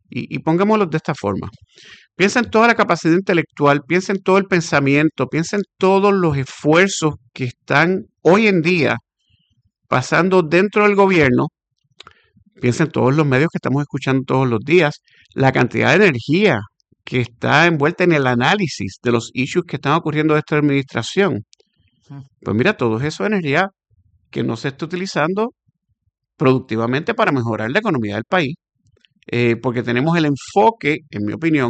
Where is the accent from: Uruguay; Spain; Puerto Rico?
Puerto Rico; nuestros problemas como puertorriqueños